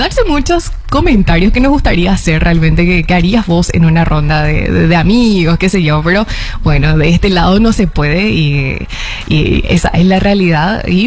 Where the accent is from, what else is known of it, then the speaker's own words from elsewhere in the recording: Paraguay; Yo creo que como paraguayos, como nación, como país, ya sufrimos demasiado por malas decisiones.